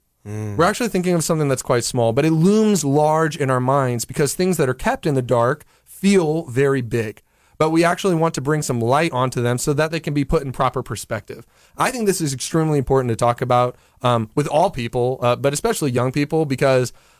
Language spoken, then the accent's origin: English; St. Louis, Missouri, United States